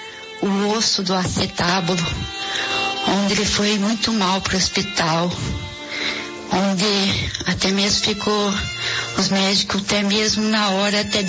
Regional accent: Colombo, Paraná, Brazil; eu sou de Colombo, aqui do Ana Maria.

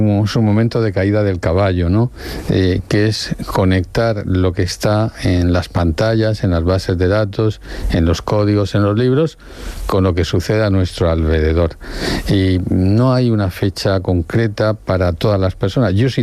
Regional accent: Elche, Valencian Community, Spain; first language Valencian; Spanish is a second language; moved away as an adult; now in Murcia, Spain; Mis amigos dicen que soy un murciano nacido en Elche. Me encuentro cómodo. Es verdad que mi lengua materna es el valenciano, que allí pasé toda mi adolescencia

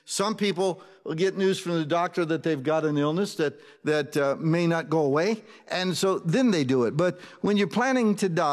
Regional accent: United States; we're American. We don't speak Hebrew.

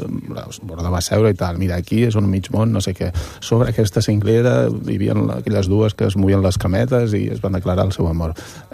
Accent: Taradell, Catalonia, Spain; Sí, que és d'on jo soc de Taradell, eh?

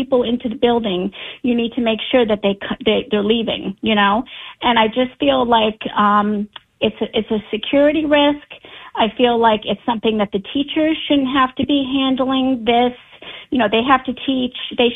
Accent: New York, United States; I'm from New York originally, and I worked in the schools in New York for 7 years.

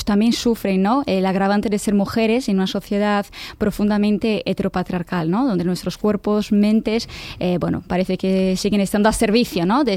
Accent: Brazil; now in Bilbao, Spain; pues yo soy de Abiyala, Betis atendote brasileko bilbotarra naizela, que soy brasileña de Bilbao. Y bueno, pues nada, pues me ha tocado nacer en Brasil y desde Euskal Herria

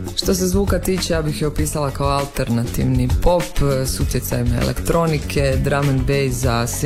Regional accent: Šibenik, Šibenik-Knin County, Croatia; Bog svima … iz Šibenika sam, jako, jako volim glazbu.

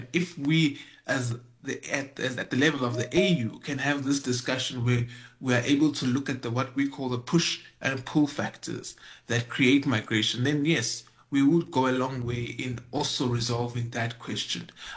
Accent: South Africa; We also have, as South African citizens, very valid concerns around how migration continues to impact a number of flashpoints within our society.

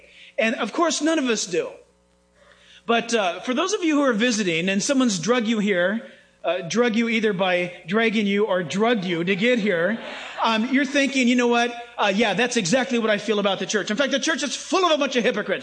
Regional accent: San Diego, California, United States; also born or lived in Orange County; growing up in San Diego and then in Orange County, I used to get so excited when it was time for my mom to go to the grocery store

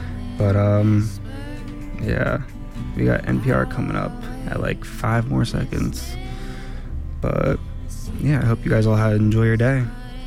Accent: New Jersey, United States; now in Telluride, United States; I am new to Telluride a bit. I am from New Jersey. I, at the end of the day, am just such a New Jersey driver.

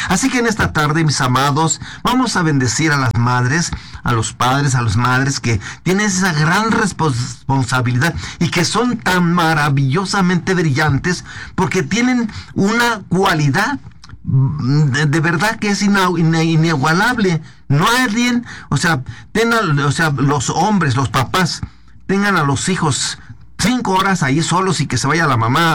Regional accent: Oaxaca, Mexico; born there; Pues yo vengo del estado de Oaxaca, de una zona dificilísima donde es puro desierto, nacimos en una montaña donde todo está seco, donde es muy dificilísimo.

